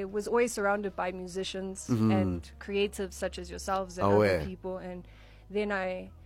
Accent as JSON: {"language": "English", "town": "Johannesburg", "region": "Gauteng", "country": "South Africa", "said": "I'm from Joburg, but my mom's Italian and my dad's Mozambican."}